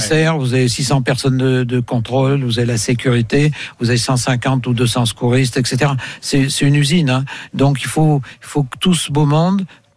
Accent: Auvergne-Rhône-Alpes, France; Non, non, c'est bon, moi, je suis auvergnat, alors.

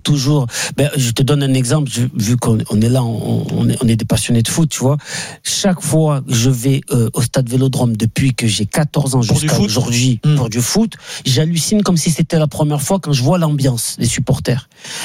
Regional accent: Marseille, Provence-Alpes-Côte d'Azur, France; Moi, je suis un Marseillais. Je vais pas faire du marketing.

